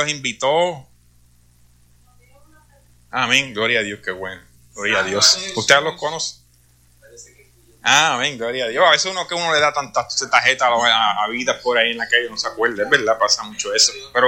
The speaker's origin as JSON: {"language": "Spanish", "town": "Mayagüez", "country": "Puerto Rico", "tie": "born or raised there", "said": "en mi pueblo, en Mayagüez, Puerto Rico"}